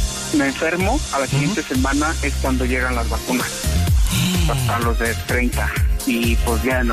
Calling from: Tula de Allende, Hidalgo, Mexico; soy tuleño.

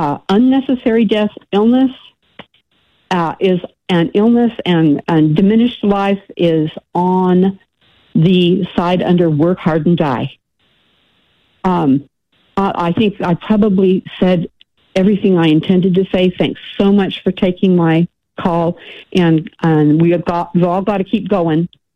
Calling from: Seattle, Washington, United States

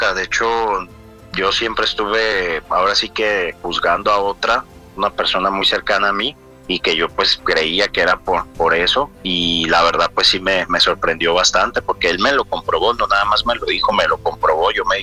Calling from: Seattle, Washington, United States; De Seattle.

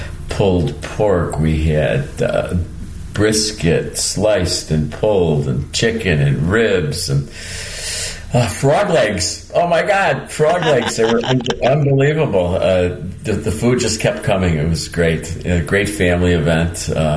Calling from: Dumas, Arkansas, United States; I'm calling from Dumas, Arkansas.

